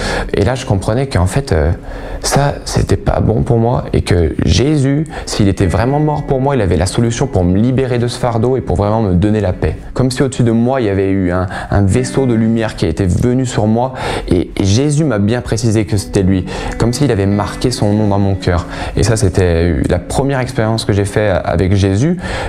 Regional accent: Oyonnax, Auvergne-Rhône-Alpes, France; born or raised there

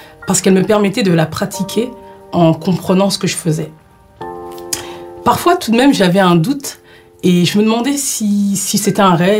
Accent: Paris, Île-de-France, France; française d'origine malienne et j'ai grandi à Paris. Et j'ai grandi dans une famille musulmane.

